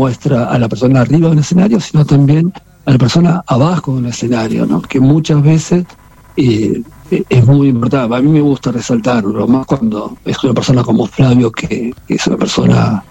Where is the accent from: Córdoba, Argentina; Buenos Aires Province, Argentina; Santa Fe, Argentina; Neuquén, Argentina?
Buenos Aires Province, Argentina; La Plata; la mayoría somos del Pinche Rata de acá. Bueno, que tiene esas costumbres platenses muy muy marcadas, él y toda su familia, lo que para mí también era una cosa importante, porque me identifico también como platense.